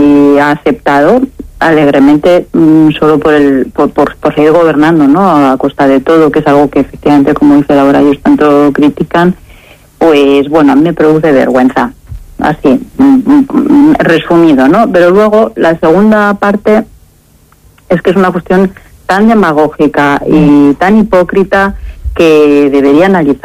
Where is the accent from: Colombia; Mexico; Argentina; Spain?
Spain; yo soy española, quiero ciudadanos iguales